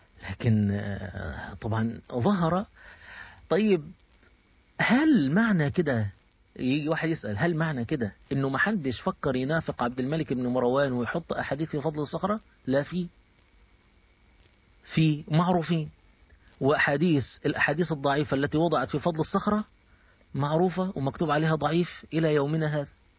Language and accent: Arabic; Egypt; أنا كمصري